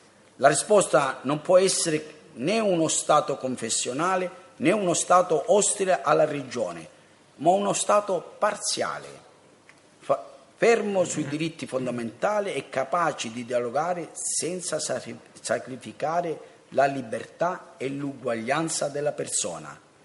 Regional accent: Calabria, Italy; moved away as an adult; now in Naples, Italy; Io sono calabrese della provincia di Reggio Calabria, ma vivo a Napoli da sposato.

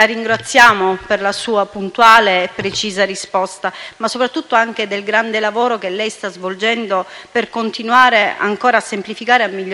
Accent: Sicily, Italy; e per quanto riguarda la mia terra, Catania, Messina e Palermo.

